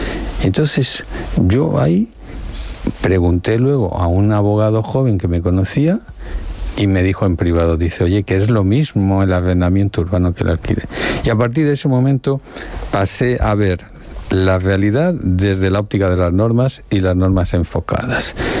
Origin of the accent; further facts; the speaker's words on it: Elche, Valencian Community, Spain; first language Valencian; Spanish is a second language; moved away as an adult; now in Murcia, Spain; Mis amigos dicen que soy un murciano nacido en Elche. Me encuentro cómodo. Es verdad que mi lengua materna es el valenciano, que allí pasé toda mi adolescencia